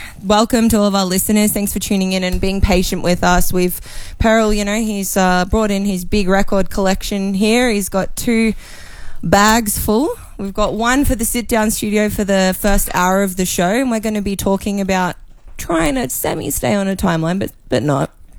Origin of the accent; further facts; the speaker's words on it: Melbourne, Victoria, Australia; born there; also born or lived in Queensland; And then when I grew up in Queensland, I grew up in Melbourne.